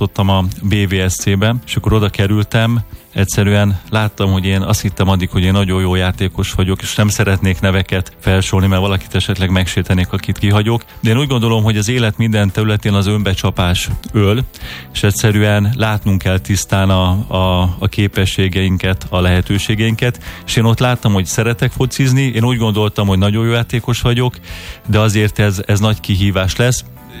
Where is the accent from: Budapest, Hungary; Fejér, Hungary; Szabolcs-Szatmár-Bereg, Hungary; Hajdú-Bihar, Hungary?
Budapest, Hungary; Újpest; Én újpesti gyerekként nőttem fel, és nyilván, mint mindenki, akkor szinte rengeteget fociztunk lent a téren